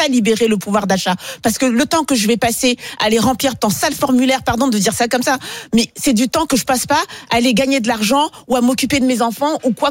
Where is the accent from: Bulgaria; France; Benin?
France; une charge mentale sur des charges mentales qu'on a en tant que Français.